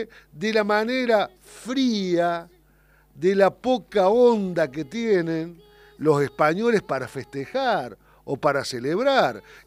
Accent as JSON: {"language": "Spanish", "country": "Argentina"}